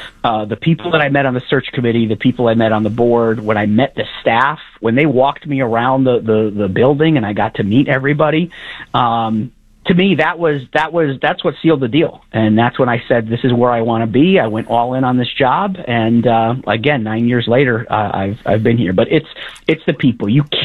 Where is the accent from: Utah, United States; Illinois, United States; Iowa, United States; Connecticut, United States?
Connecticut, United States; New Britain; I grew up in New Britain, Connecticut. My grandfather, you know, from Polish descent, grew up in poverty, grew up right next to Sacred Heart Church on Broad Street.